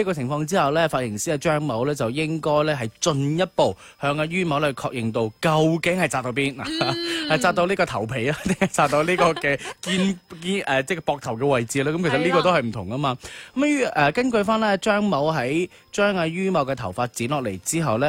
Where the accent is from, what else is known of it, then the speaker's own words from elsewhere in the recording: Guangdong, China; 有时候我哋广东人成日讲嘅一句呢就係咩呢，加料不加价下。